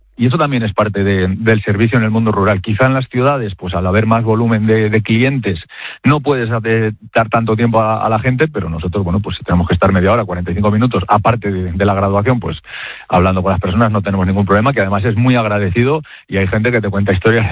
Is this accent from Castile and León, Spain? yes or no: yes; Mayorga, Castile and León, Spain; Mayorga, que es mi pueblo